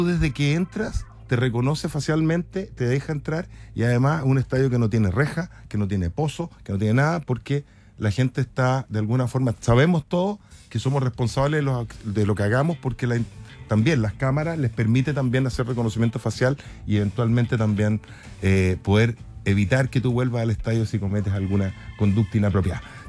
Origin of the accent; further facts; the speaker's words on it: Viña del Mar, Valparaíso, Chile; Yo soy viñamarino